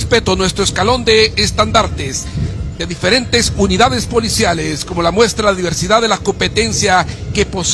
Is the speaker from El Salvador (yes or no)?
yes; El Salvador; Nuestro pabellón nacional nos identifica como salvadoreños.